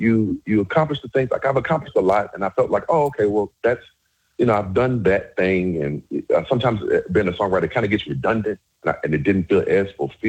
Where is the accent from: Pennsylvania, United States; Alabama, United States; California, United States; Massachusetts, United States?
Alabama, United States; I go, I'm from Alabama. They go, Alabama. They say it that way every time. Alabama.